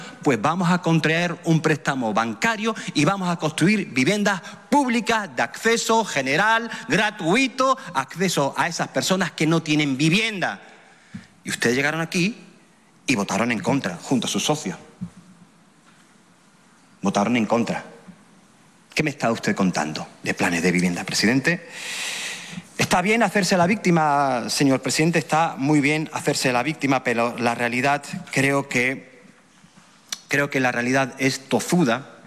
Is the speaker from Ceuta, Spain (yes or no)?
yes; Ceuta, Spain; born there